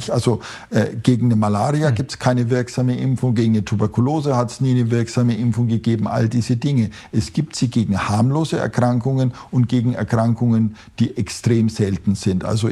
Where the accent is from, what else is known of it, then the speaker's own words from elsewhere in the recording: West Germany, Germany; Ich bin ja im Westen zwar aufgewachsen, aber wir hatten das ja auch in meiner Kindheit.